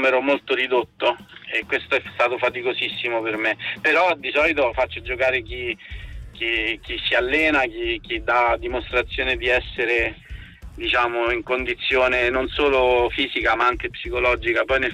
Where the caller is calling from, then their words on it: Rome, Lazio, Italy; io sono di Roma e faccio il dentista tra Roma e la provincia di Macerata